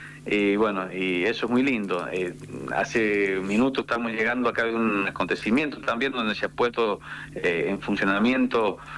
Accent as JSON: {"language": "Spanish", "town": "Jáchal", "region": "San Juan", "country": "Argentina", "said": "los que habitamos acá al norte de la provincia. Convengamos que Hachal es el departamento, luego de la fundación de San Juan, es el que más historia tiene"}